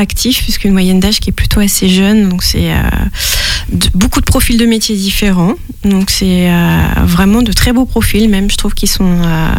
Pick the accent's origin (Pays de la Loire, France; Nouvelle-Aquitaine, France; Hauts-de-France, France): Pays de la Loire, France; Challans; also born or lived in Saint-Jean-de-Monts / Belleville-sur-Vie; now in Saint-Urbain, France; j'ai fait toute mon enfance à Chalon.